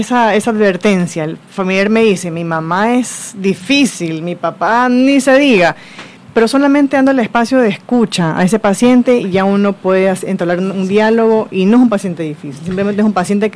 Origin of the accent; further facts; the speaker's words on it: Guayaquil, Guayas, Ecuador; soy médica geriatra, guayaquileña, de padres manavitas